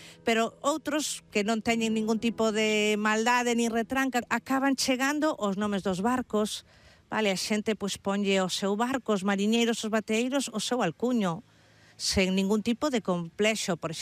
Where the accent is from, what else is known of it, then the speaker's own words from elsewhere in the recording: A Illa de Arousa, Galicia, Spain; e a veciñanza da Illa de Arousa, que somos provincia de Pontevedra.